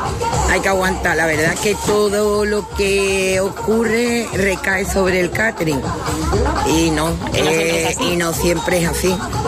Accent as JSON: {"language": "Spanish", "town": "Lebrija", "region": "Andalusia", "country": "Spain", "said": "Yo soy de Lebrija y sí, yo disfruto la mía."}